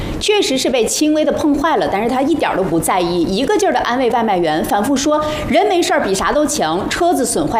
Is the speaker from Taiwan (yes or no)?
no; Liaoning, China; 咱们辽宁人